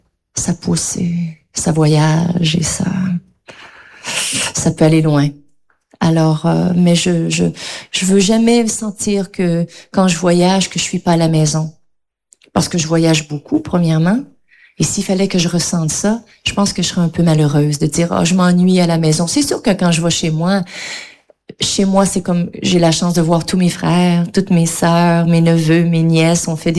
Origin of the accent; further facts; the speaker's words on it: Quebec, Canada; moved away as an adult; ce sera toujours l'endroit où j'ai grandi, au Québec